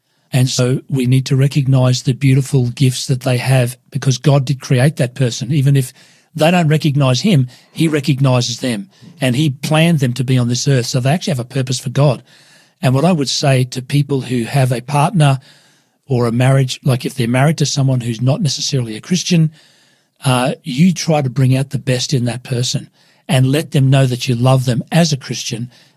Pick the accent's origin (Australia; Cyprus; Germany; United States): Australia; Queensland; also born or lived in New Zealand; now in Sydney, Australia